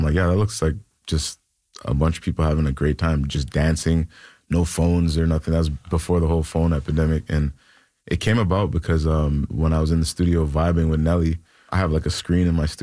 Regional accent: Canada; I can't believe she's Canadian. Like, she's from where I'm from.

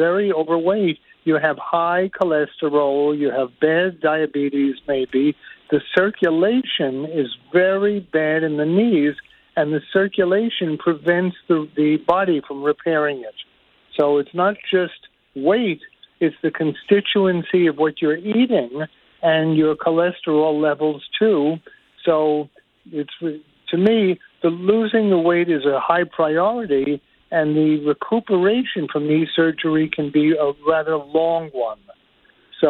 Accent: Brooklyn, New York, United States; I'm from Brooklyn.

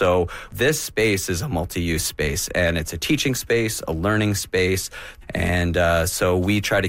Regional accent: Victoria, British Columbia, Canada; I'm from Victoria. I grew up here

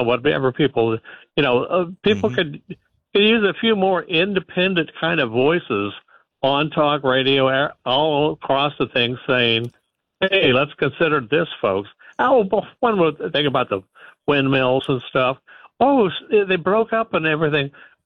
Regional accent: Oklahoma, United States; I grew up in Oklahoma.

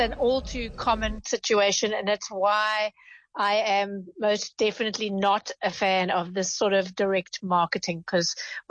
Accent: Westville, KwaZulu-Natal, South Africa; stand outside the movie house at the Pavilion Shopping Centre in Westville outside Durban. That's my hometown. I can picture the spot very clearly.

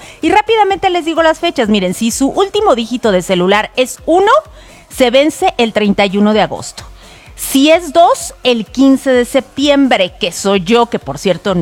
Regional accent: Mexico; Oye, y como buen mexicano, al último momento, sí, ¿no?

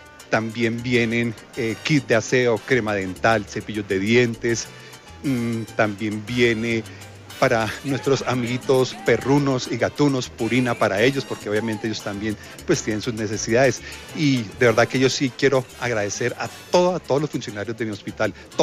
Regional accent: Colombia; todos somos colombianos y para eso estamos, para ayudarnos.

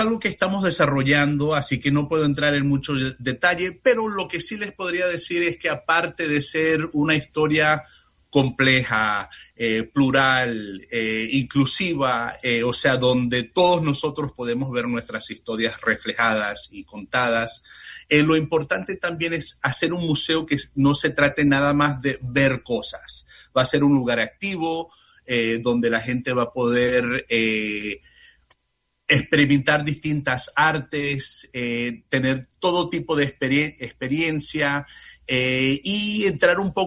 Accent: United States; now in Washington, D.C., United States; ya que estamos acá en este país, estadounidenses, ¿no? Como norteamericanos

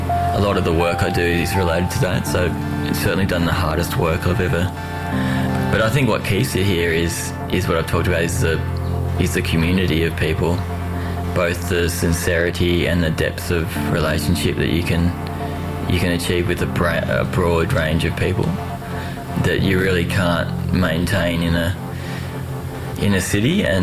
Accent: Sydney, New South Wales, Australia; moved away; I came here from Sydney originally just for 6 months in order to get out of Sydney

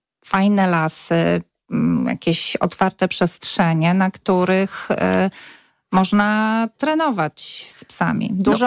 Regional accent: Subcarpathian Voivodeship, Poland; moved away; Tak, przyjechałam z Podkarpacia w 2006 roku.

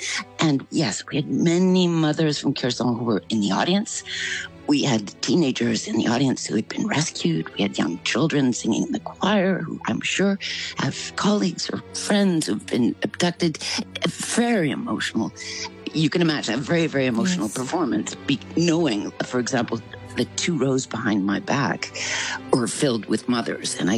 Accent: Canada; born or raised there

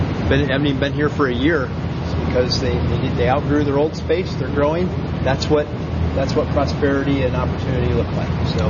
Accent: Montpelier, Ohio, United States; Yeah, so I grew up not far from here. I grew up in Montpelier, Ohio. The factory my dad worked at closed when I was graduating high school.

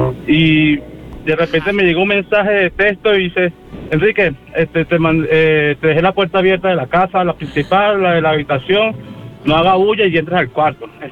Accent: Venezuela; now in Mexico; Yo no soy de acá de México, yo soy de Venezuela.

